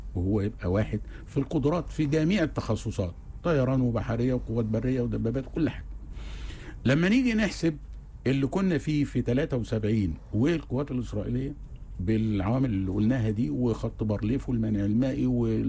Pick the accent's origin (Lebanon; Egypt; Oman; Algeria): Egypt; احنا كضباط مصريين